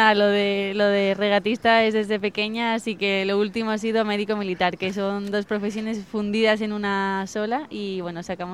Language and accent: Spanish; Melilla, Spain; yo soy de Melilla, entonces allí se vive mucho el tema de la vela y desde pequeña he estado navegando en el Río Club Náutico de Melilla y desde entonces he seguido.